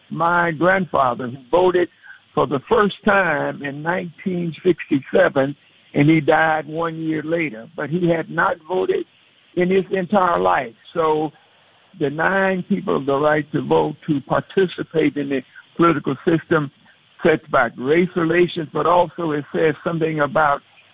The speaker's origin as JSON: {"language": "English", "region": "Mississippi", "country": "United States", "tie": "born or raised there", "said": "So it is not as blatant as it was when I was growing up in Mississippi"}